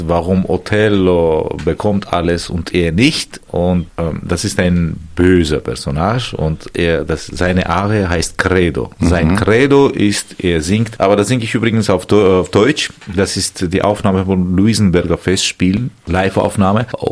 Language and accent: German; Armenia; Ich bin auch Armenier, ich bin Vertreter meines Landes.